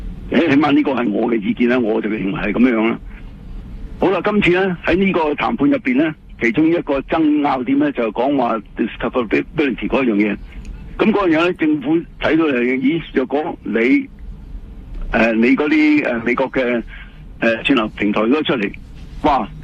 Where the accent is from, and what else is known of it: Canada